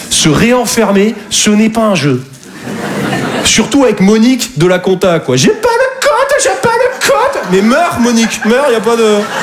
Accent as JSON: {"language": "French", "town": "Toulouse", "region": "Occitanie", "country": "France", "said": "je viens de Toulouse à la base."}